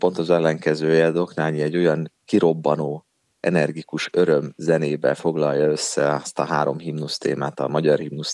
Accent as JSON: {"language": "Hungarian", "country": "Hungary"}